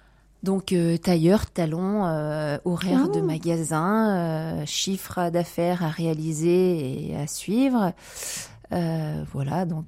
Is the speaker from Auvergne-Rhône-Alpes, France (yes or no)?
yes; Solignac-sur-Loire, Auvergne-Rhône-Alpes, France; also born or lived in Le Puy-en-Velay; Alors je suis une pure souche de Haute-Loire, donc je suis née au Puy-en-Velay. J'ai passé mon enfance sur Solignac-sur-Loire, plus précisément dans le plus beau village juste à côté, à Gisou.